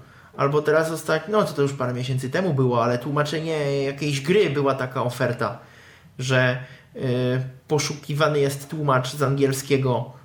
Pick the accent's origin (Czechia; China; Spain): Czechia; Prague; u nas w Czechach.